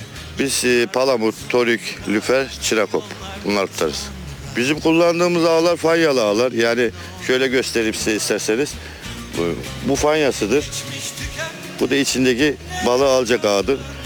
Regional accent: Sakarya, Turkey; now in Sarıyer, Istanbul, Turkey; Bir de Sakarya'da isterim çünkü orada doğdum büyüdüm.

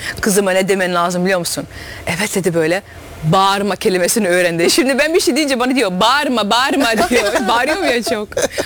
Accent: Netherlands; born there; Turkish is a second language; also born or lived in Turkey; Benim annem 7 yaşındayken Hollanda'ya geldi.

